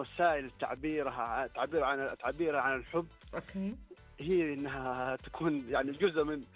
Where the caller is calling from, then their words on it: southern Saudi Arabia, Saudi Arabia; لا أنا في جدة ولا أنا في الرياض، من الجنوب.